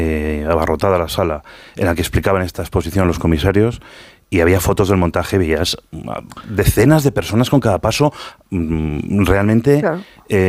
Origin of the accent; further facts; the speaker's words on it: France; Spanish is a second language; Digo que sí, yo como francés diría otra cosa también.